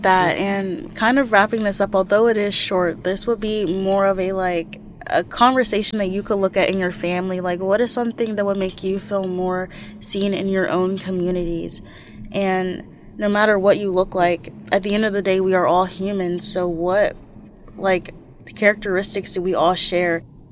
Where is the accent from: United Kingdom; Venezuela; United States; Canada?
United States; And even when I was born being African American, I already had some of those privilege as a US citizen taken away.